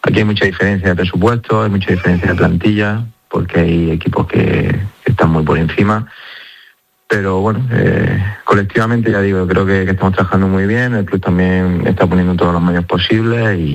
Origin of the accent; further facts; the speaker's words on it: Spain; moved away as an adult; now in Ukraine; somos ya 5 españoles en el cuerpo técnico